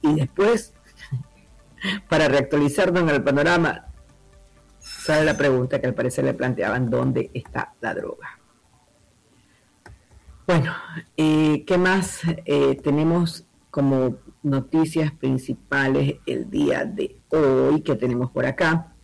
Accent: Ecuador; nosotros como ecuatorianos vivimos este feriado

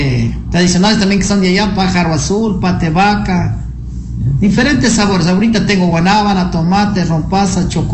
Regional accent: Bolívar, Ecuador; now in Macas, Ecuador; Yo soy de la provincia de Bolívar.

